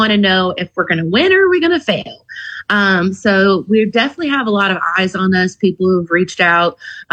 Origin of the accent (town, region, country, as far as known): Palatka, Florida, United States; born or raised there